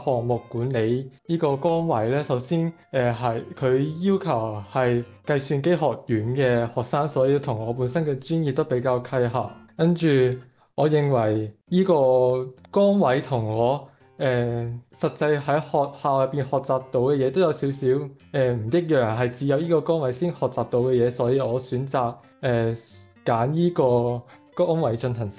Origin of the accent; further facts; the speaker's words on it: Macau; moved away as an adult; now in Wuhan, China; 我来自澳门，而家在武汉大学就读的，是计算机学院软件工程专业的学生，今年是大三，